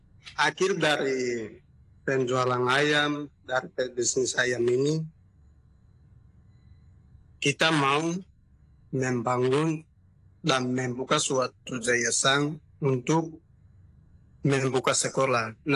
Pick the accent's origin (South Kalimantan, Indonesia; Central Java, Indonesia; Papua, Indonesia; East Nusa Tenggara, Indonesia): Papua, Indonesia; kita orang Papua jangan ke pasar jadi pembeli.